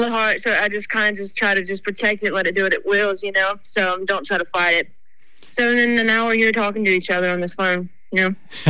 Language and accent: English; Kingsport, Tennessee, United States; moved away; So I'm from East Tennessee, a little town called Kingsport that has a big factory. And I grew up with my grandmama